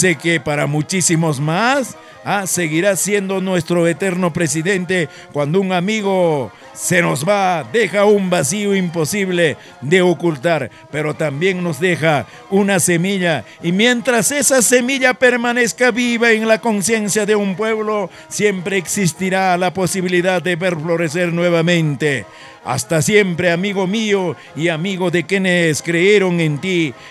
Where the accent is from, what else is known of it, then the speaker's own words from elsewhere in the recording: Colombia; muchos colombianos